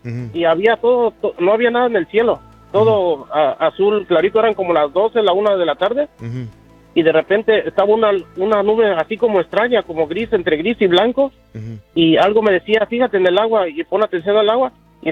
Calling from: San Jose, California, United States; Aquí vivo en San José

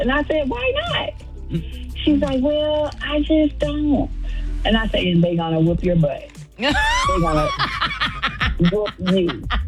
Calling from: Villa Rica, Georgia, United States; I am calling from Villarica, Georgia.

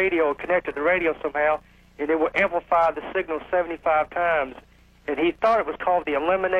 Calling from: Daytona Beach, Florida, United States; Yeah, I'm calling from Daytona Beach, Florida.

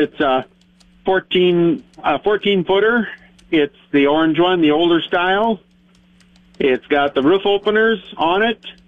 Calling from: Ethan, South Dakota, United States; from Ethan.

